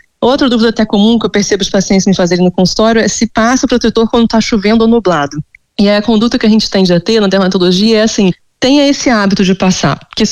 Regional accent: Rio de Janeiro, Brazil

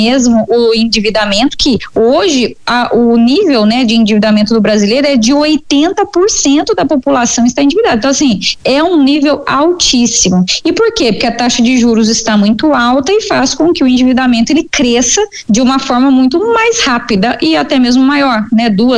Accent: Brazil

